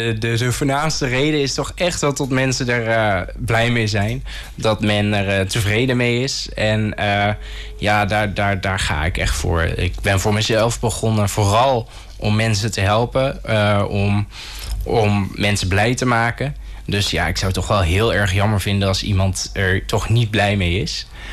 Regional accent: Kesteren, Gelderland, Netherlands; born there; Ik ben geboren in Kesteren, in Gelderland. En mijn moeder was zelf ook erg creatief, dus ze kon niet stilzitten. Dus we zijn heel veel verhuisd. In totaal ben ik nu 20 keer verhuisd.

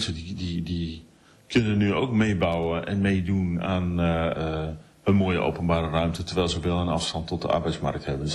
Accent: Emmeloord, Flevoland, Netherlands; moved away; Ik ben opgegroeid in Emmeloord.

